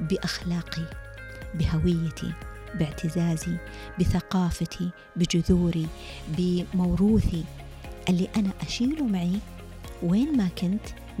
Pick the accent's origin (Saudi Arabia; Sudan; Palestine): Saudi Arabia; أقول لهم أنا سعودي، أنا سعودية.